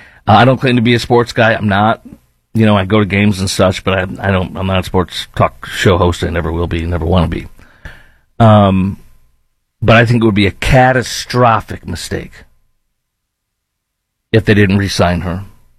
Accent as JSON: {"language": "English", "town": "Chicago", "region": "Illinois", "country": "United States", "tie": "born or raised there", "said": "Now, I grew up in Chicago during the time of the Bulls with the three-peat, the four-peat, the five-peat"}